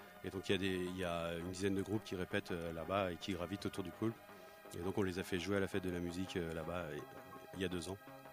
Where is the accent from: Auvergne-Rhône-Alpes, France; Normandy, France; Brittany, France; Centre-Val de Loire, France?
Auvergne-Rhône-Alpes, France; Nous, on vient de la Vallée Verte, 3 sur 4. Et donc, quand on a eu le permis, on est descendu à Genève